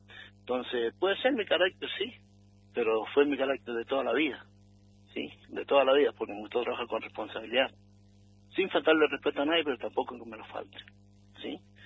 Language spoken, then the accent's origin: Spanish; Malargüe, Mendoza, Argentina; el pueblo que es Malargüe, al cual es mi terruño, y en la cual amo